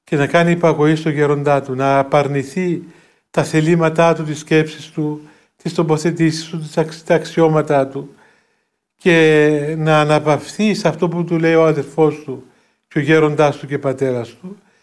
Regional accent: Greece; έχουμε την ευλογία να είμαστε Έλληνες

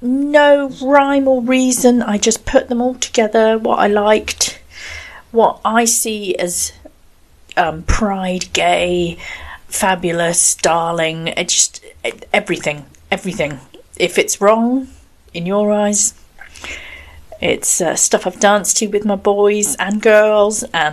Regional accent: South West England, United Kingdom; No sex, please. I'm Cornish.

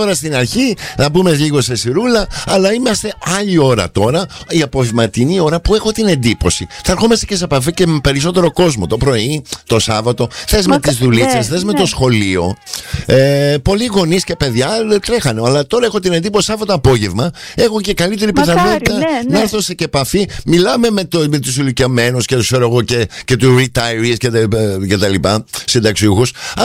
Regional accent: Valimitika, Western Greece, Greece; also born or lived in Athens; γιατί τώρα που βαράω εκπομπή, από τα Βαλιμίτικα είμαι, ναι, από τα Βαλιμίτικα. Αλλά είμαστε και λίγο κινητοί. Αθήνα, Βαλιμίτικα, αλλά τώρα είμαι Βαλιμίτικα.

